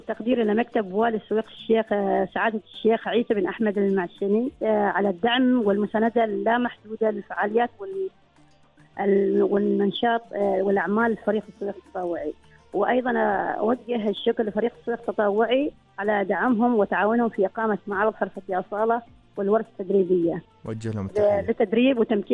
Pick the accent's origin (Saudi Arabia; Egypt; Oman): Oman